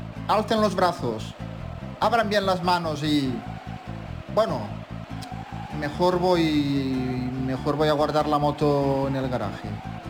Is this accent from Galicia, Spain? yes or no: no; Mont-roig del Camp, Catalonia, Spain; en mi pueblo, en Mont-roig del Camp